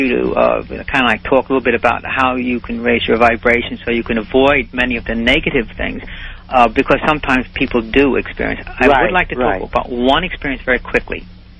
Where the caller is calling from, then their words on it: New York, United States; And I am from New York